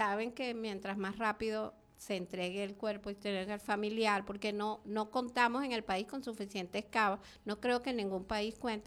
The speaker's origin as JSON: {"language": "Spanish", "country": "Venezuela", "said": "como somos los venezolanos"}